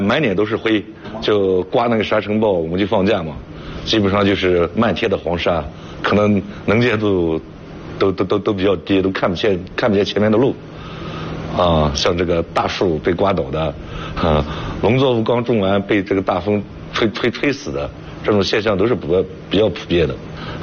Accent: Guazhou, Gansu, China; moved away as an adult; also born or lived in Shandong; 我是土生土长的瓜州人，然后从学校毕业之后，我就去了那个山东的一家火电厂，

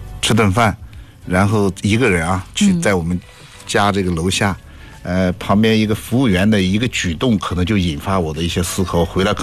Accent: Zoucheng, Shandong, China; 到我的家乡这个邹城，就是孟子的老家。

